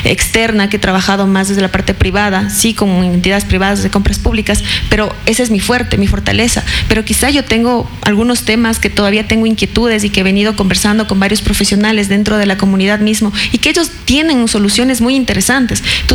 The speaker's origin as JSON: {"language": "Spanish", "town": "Pelileo", "region": "Tungurahua", "country": "Ecuador", "moved": "as an adult", "said": "han pasado casi 11 años desde que yo fui reina de mi cantón"}